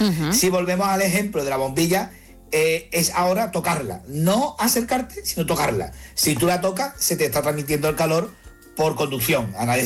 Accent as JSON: {"language": "Spanish", "town": "Seville", "region": "Andalusia", "country": "Spain", "said": "Bueno, depende, yo que soy de Sevilla, yo no he vivido esa juventud y esa infancia."}